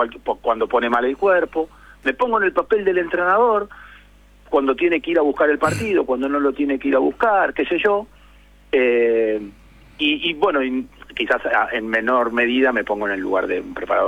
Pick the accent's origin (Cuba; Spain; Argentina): Argentina; lo que nos tiene que dejar tranquilos como argentinos es que hay una linda generación